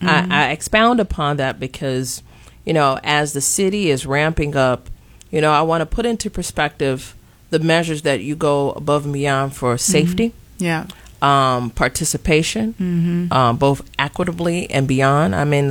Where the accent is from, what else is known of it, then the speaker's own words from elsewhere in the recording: Chicago, Illinois, United States; growing up in the Valley.